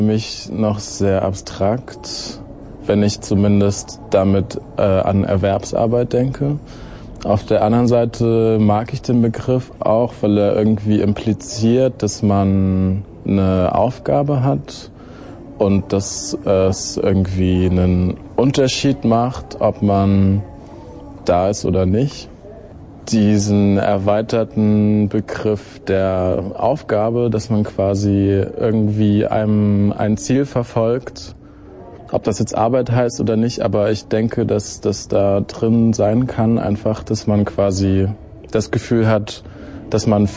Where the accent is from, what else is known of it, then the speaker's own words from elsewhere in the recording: Leipzig, Saxony, Germany; dann habe ich so einen Leipzig-Moment, wo ich aufgewachsen bin.